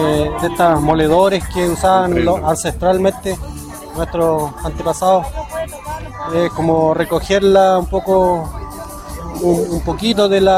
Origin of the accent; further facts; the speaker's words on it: Los Lagos, Chile; moved away; also born or lived in Santiago; Yo trabajé en Santiago, emigré de acá, de Los Lagos, emigré a Santiago, trabajé pegando cerámicos, porcelanatos, pavimentos.